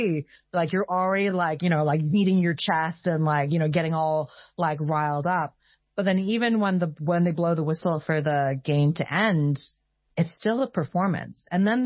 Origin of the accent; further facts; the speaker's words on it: Ap Lei Chau, Hong Kong; I think as a child, like, I didn't even feel American, like, growing up. I grew up in Aple Chow in Hong Kong.